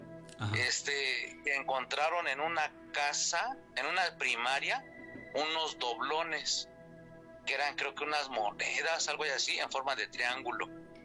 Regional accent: Azcapotzalco, Mexico City, Mexico; now in Atizapán de Zaragoza, Mexico; Mira, yo soy originario de Azcapotzalco.

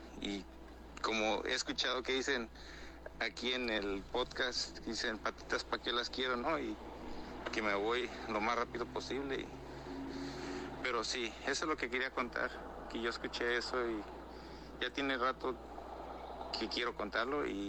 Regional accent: Morelos, Mexico; now in Arizona, United States; soy de Arizona, originalmente de Morelos.

